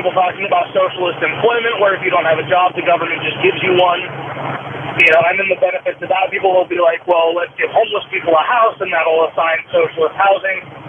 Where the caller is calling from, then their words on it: Oregon, United States; I'm a trucker from Oregon.